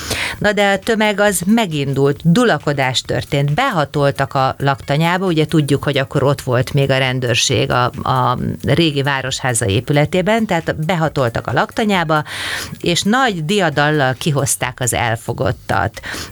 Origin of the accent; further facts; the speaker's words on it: Kaposvár, Somogy, Hungary; Ezt én szeretném elmondani kaposváriként